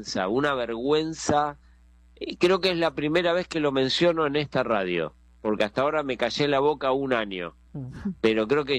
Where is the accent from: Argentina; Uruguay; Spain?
Argentina; yo siendo argentino, que era un niño, me acuerdo, en la época de la Guerra de Malvinas